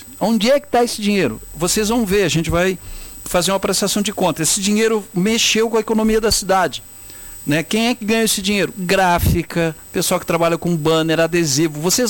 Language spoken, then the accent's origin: Portuguese; Lauro Müller, Santa Catarina, Brazil; now in Orleans, Brazil; eu faço parte de Orleans, eu sou cidadão orleanense, eu sou natural de Lauro Miller, mas eu estou aqui há mais de 45 anos.